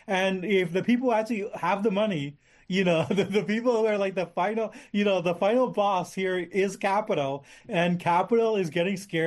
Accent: Canada; I think I will bring up my experience as a Canadian to bear

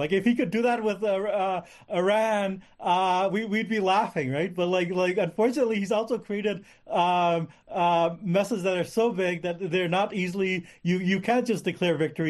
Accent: Canada; my experience as a Canadian

